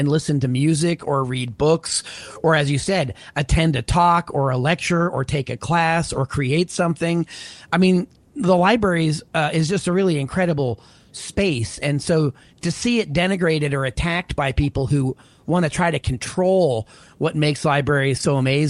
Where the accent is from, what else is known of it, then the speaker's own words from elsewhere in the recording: Pennsylvania, United States; You know, even in my hometown, they were closing them, Western Pennsylvania.